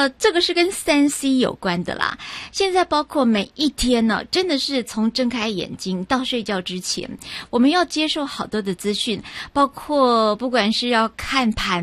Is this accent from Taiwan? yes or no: yes; Taiwan